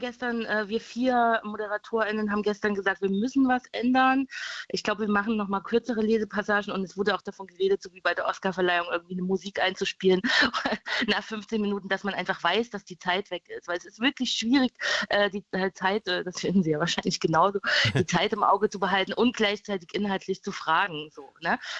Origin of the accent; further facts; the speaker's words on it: East Germany, Germany; now in Hamburg, Germany; Ich als Ostdeutsche bin auf jeden Fall für Lukas Rietschel.